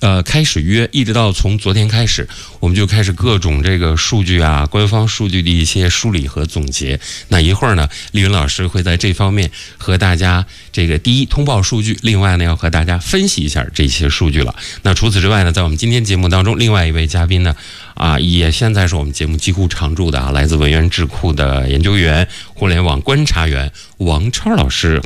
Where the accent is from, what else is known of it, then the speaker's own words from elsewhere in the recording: Tianjin, China; moved away; 我是天津人